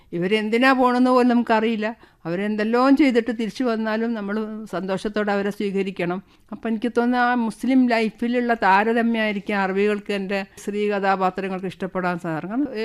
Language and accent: Malayalam; Thalassery, Kerala, India; ഞാൻ തലശ്ശേരി തിക്കോടിയൊക്കെയാണ് ജനിച്ചതും വളർന്നതെങ്കിൽ